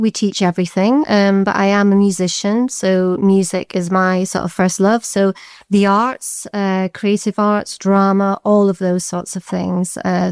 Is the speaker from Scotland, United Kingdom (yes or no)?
yes; Scotland, United Kingdom; moved away as an adult; also born or lived in York / Durham / Gateshead; now in Newcastle, United Kingdom; Originally, I'm from Scotland, which you can probably hear from my accent. And I went down to York to university and settled in Newcastle.